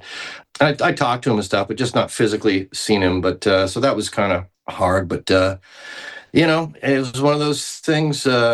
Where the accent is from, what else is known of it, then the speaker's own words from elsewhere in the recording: Salt Springs, Nova Scotia, Canada; also born or lived in Mississauga / Toronto; I was born in Mississauga, but I grew up in a place called Salt Springs, Nova Scotia.